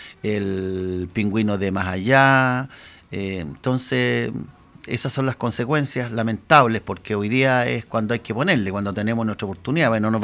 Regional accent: Chile; esto va a lo que nosotros somos los chilenos, que es lo importante. Aquí los chilenos somos todos chilenos, somos todos hermanos.

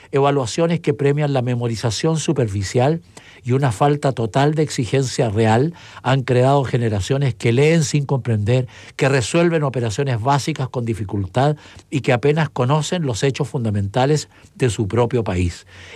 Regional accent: Chillán, Ñuble, Chile; en Chillán, mi tierra, en Ñuble

